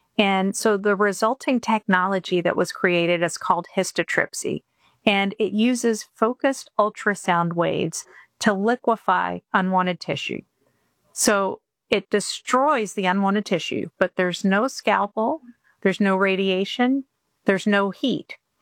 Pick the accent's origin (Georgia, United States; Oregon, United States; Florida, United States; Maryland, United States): Georgia, United States; moved away; No, I'm actually from Georgia.